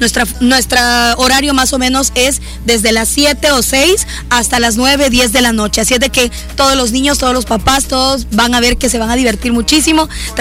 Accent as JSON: {"language": "Spanish", "country": "El Salvador", "moved": "yes", "lives_now": "United States", "said": "Yo soy salvadoreña."}